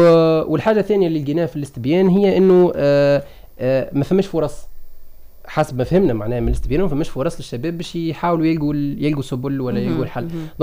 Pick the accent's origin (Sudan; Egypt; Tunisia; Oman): Tunisia; عندنا في تونس